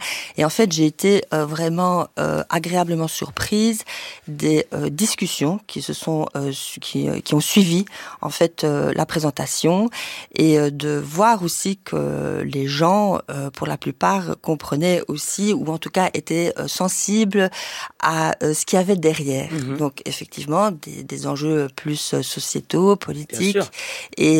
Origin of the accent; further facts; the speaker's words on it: Luxembourg; moved away as an adult; also born or lived in Brussels, Belgium; je suis née à Bruxelles, d'une mère espagnole, d'un père belge. Ensuite, j'ai grandi au Grand-Duché de Luxembourg et j'y ai vécu jusqu'à mes 18 ans. Le Grand-Duché de Luxembourg est un pays qui est très multiculturel